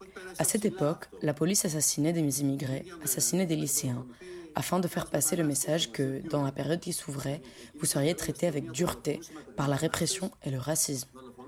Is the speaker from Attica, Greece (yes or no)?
yes; Athens, Attica, Greece; moi, j'ai pas grandi dans le centre, j'ai grandi à Héliopolis, en dehors du centre.